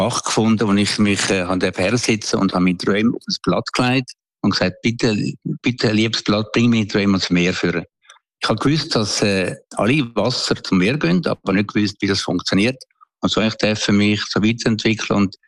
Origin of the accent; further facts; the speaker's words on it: Zurich, Switzerland; Ich bin aufgewachsen in Eugschem Albis, in ärmlichen Verhältnissen. Wir haben einen Bauernhof gehabt